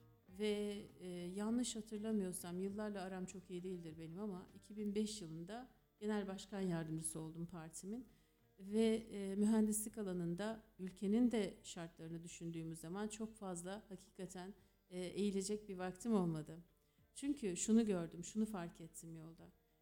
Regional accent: Aydın, Turkey; Aydınlıyım, evet.

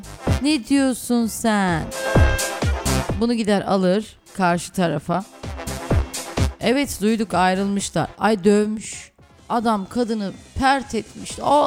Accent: Düzce, Turkey; Ben Düzceliyim. Düzce benim memleketim. Anam buralıdır, babam buralıdır.

